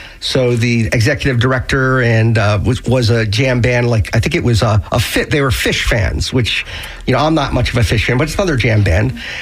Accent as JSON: {"language": "English", "town": "Miami", "region": "Florida", "country": "United States", "tie": "born or raised there", "moved": "as an adult", "said": "So I grew up in Miami. Like a typical 18-year-old moved out of Miami when I was 18 and went to college."}